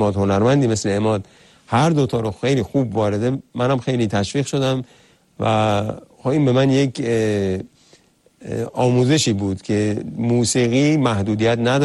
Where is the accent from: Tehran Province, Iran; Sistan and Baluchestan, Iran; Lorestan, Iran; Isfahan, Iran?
Lorestan, Iran; Khorramabad; به شهر زادگاه من خرم‌آباد